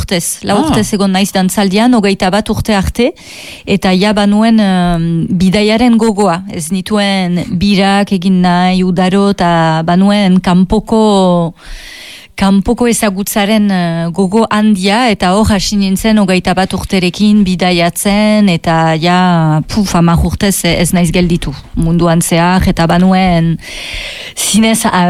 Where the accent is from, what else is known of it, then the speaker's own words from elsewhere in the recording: Saint-Jean-de-Luz, Nouvelle-Aquitaine, France; also born or lived in Hasparren / Cambo-les-Bains / Bayonne / Bordeaux; Sortzez, Doni Bandara, Doni Baneloitzunen sortu nintzen, duela berrogeita bost urte.